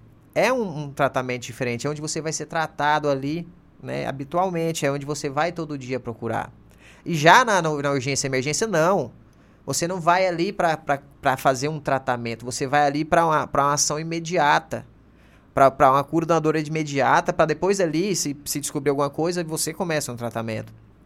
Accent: Goiânia, Goiás, Brazil; eu sou lá de Goiânia, agora temos a temporada de praia.

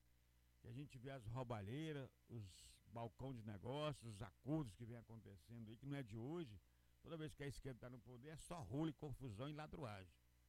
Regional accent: Brazil; todos nós que somos brasileiros

